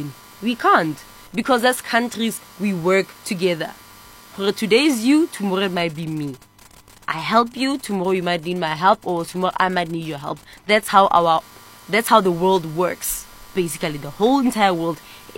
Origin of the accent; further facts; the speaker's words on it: South Africa; As South African citizens